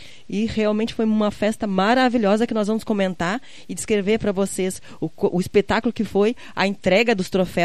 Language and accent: Portuguese; Pelotas, Rio Grande do Sul, Brazil; moved away; Pelotas é minha cidade natal, então aqui é meu berço